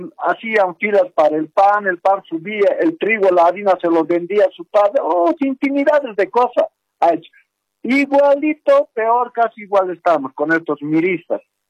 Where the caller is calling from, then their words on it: El Alto, La Paz, Bolivia; estoy llamando desde La Paz, ya del Alto